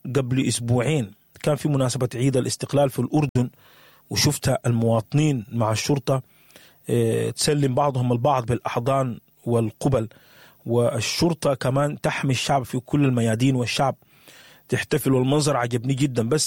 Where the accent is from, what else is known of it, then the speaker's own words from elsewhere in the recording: Sudan; احنا زرعنا شنو كسودانيين؟ انا وانت كسوداني زرعنا شنو في بلدنا؟